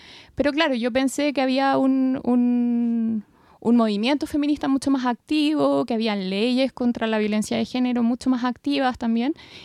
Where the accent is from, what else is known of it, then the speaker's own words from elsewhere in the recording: Chile; moved away as an adult; now in Tübingen, Germany; desde esta mirada como latinoamericana, chilena también, yo no viví el movimiento feminista en Chile en el 2019. Uh-huh. Me vine antes